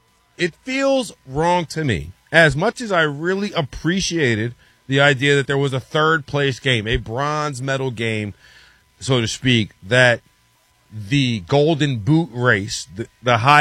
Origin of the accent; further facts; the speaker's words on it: United States; I am comfortable enough in myself as an American